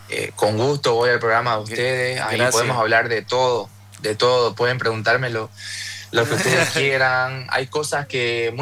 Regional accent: Bolivia; orgulloso de como boliviano que te puedan conocer, ¿no? Que en Bolivia también hay mucho talento

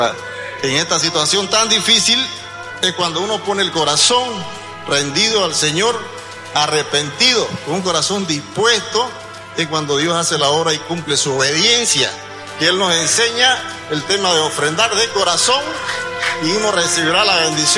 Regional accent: Montero, Santa Cruz, Bolivia; en mi pueblo, Montero

